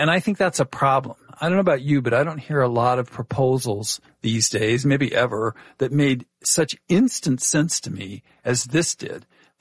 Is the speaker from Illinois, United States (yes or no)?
no; California, United States; And I found myself jealous of my home state of California.